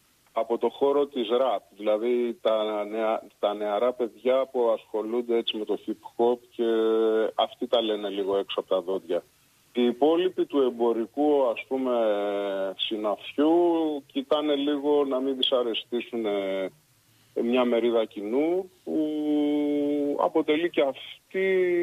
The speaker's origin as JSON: {"language": "Greek", "town": "Piraeus", "region": "Attica", "country": "Greece", "tie": "born there"}